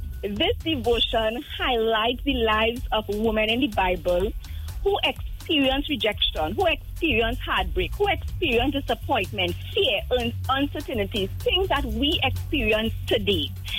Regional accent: Mayaro, Mayaro–Rio Claro, Trinidad & Tobago; I grew up in Mayaro.

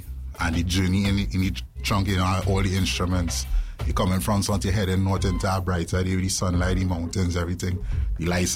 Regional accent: Tobago, Trinidad & Tobago; We grew up together in Tobago, right?

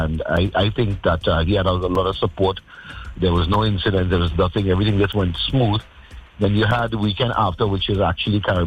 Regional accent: Trinidad & Tobago; And being a Trinidadian, being a tree, first, that comes first more than anything. This is where I'm born.

